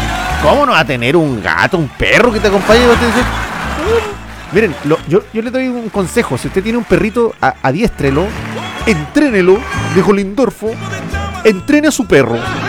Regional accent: Chile; uno a veces como chileno

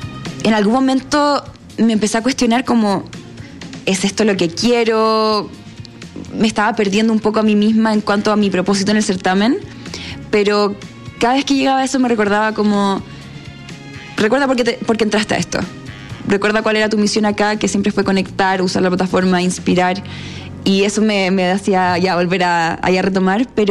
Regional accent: Viña del Mar, Valparaíso, Chile; moved away as an adult; now in Santiago, Chile; Yo soy de Viña, pero me vine acá a estudiar la universidad hace varios años y estoy viviendo aquí.

